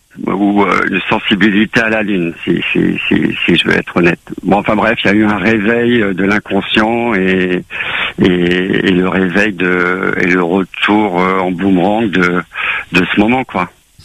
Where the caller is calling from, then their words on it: France; J'appelle de France.